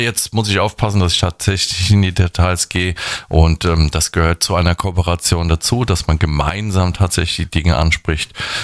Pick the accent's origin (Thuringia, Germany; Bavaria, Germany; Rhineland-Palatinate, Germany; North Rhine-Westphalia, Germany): Rhineland-Palatinate, Germany; Winzenheim; Ich bin ja in Winzenheim groß geworden und von daher ist mir das immer eine Freude, dort irgendwie zugegen zu sein.